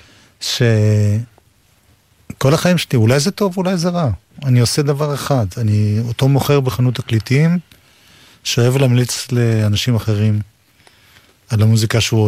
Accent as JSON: {"language": "Hebrew", "town": "Jerusalem", "region": "Jerusalem District", "country": "Israel", "said": "אני ירושלמי דרך אגב, אם כבר... שגם זה סוג של פריפריה."}